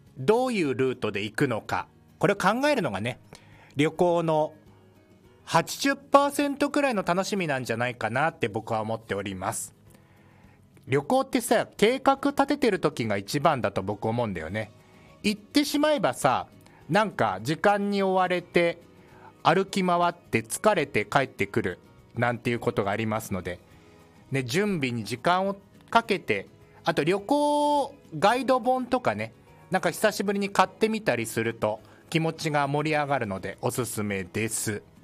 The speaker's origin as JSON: {"language": "Japanese", "town": "Biei", "region": "Hokkaido", "country": "Japan", "tie": "born or raised there", "moved": "yes", "said": "地元北海道は美瑛町に去年はね泊まりがけで行って結構楽しかったので、"}